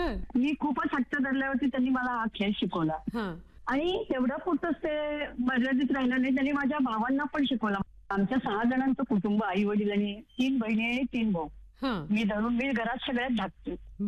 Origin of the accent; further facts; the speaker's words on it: Sangli, Maharashtra, India; मी मूळची सांगलीची बरं का, तर सांगलीमध्ये म्हणजे तसं थोडंसं बुद्धिबळाचं वातावरण पण होतं